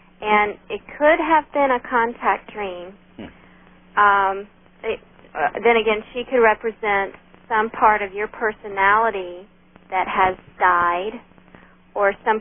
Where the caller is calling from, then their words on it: Las Vegas, Nevada, United States; I'm calling from Las Vegas, Nevada.